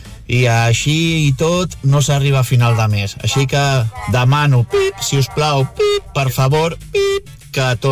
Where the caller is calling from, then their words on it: Badalona, Catalonia, Spain; de Badalona.